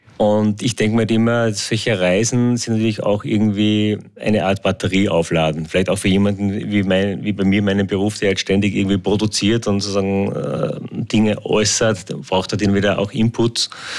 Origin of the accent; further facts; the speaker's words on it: Austria; die Lebensfreude, die halt wir da als Österreicher denen auch sozusagen mitbringen.